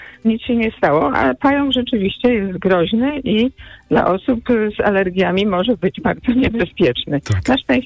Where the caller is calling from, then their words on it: Poznań, Greater Poland Voivodeship, Poland; Dzwonię z Poznania